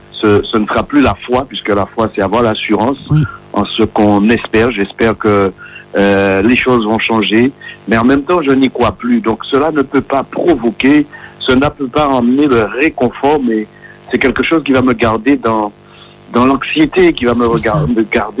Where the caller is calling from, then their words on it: Corbeil-Essonnes, Île-de-France, France; je vous appelle de Corbeil-Essonne.